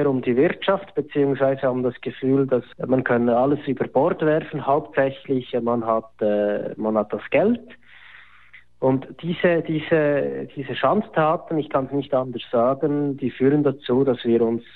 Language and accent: German; Switzerland; Wir sagen zwar alle, wir sind Schweizer